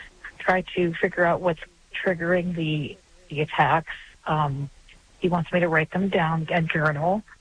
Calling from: Columbus, Ohio, United States; Hi, I'm calling from the Columbus, Ohio area.

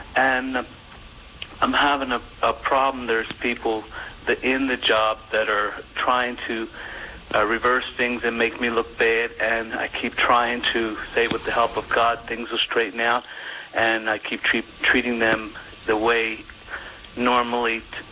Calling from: Pennsylvania, United States; I'm from Pennsylvania.

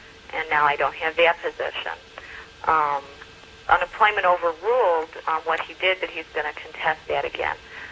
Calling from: Chicago, Illinois, United States

